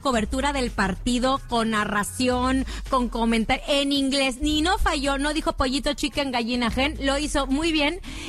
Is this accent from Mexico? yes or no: yes; Mexico; Yo como buena mexicana.